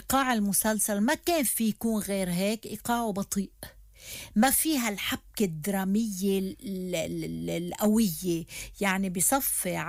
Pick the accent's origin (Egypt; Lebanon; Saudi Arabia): Lebanon; هيدا الطغيان شو عمل فينا كلبنانيين،